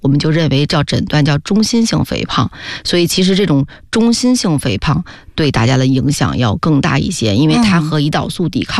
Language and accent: Chinese; China; 咱们中国人